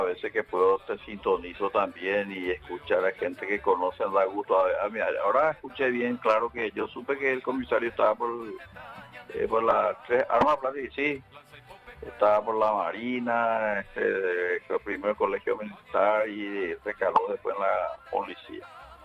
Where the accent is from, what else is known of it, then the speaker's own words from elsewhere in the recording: San Bernardino, Cordillera, Paraguay; now in Mariano Roque Alonso, Paraguay; yo soy oriundo de San Bernardino, pero estoy hace ya 41 años acá en Mariano Roque Alonso.